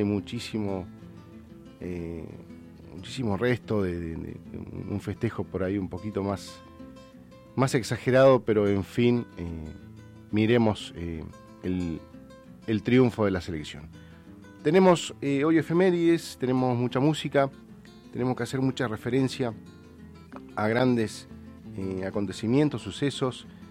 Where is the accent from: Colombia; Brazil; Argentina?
Argentina